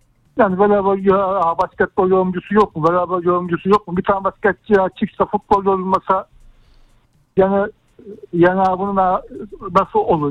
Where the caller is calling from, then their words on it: Istanbul, Turkey; Ben İstanbul'dan arıyorum